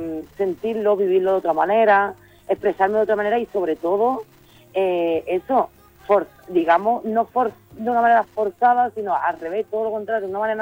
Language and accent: Spanish; Sanlúcar de Barrameda, Andalusia, Spain; Mi manera es flamenca, yo vengo de la tradición, soy de Sanlúcar de Barrameda...